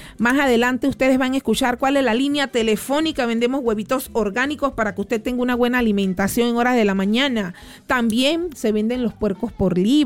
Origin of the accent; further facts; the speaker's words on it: Panama; Soy panameña